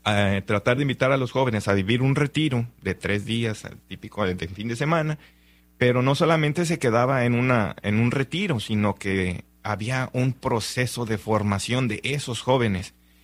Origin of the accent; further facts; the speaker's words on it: Tequila, Jalisco, Mexico; de donde yo soy originario, en Tequila, Jalisco